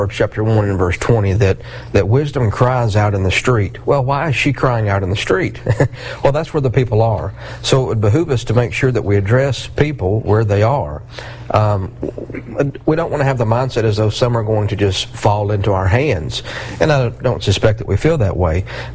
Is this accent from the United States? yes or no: yes; Georgia, United States; I'm from South Georgia, actually from North Georgia, but preach in South Georgia.